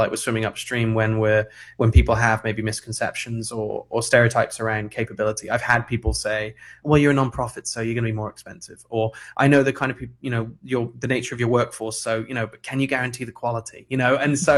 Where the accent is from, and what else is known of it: United Kingdom; accent: British; now in United States